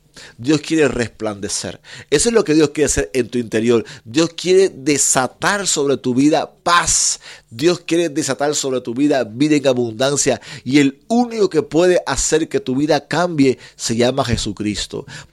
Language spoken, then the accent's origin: Spanish; Cuba; En Cuba hubo guerras, conquistas, porque es de donde vengo.